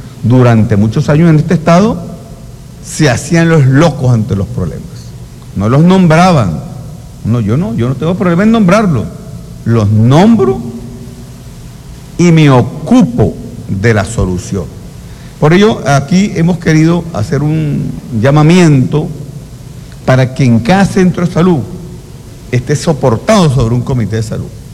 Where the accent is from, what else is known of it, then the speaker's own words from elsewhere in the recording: San Cristóbal, Táchira, Venezuela; Yo me crié en Riberas del Torbes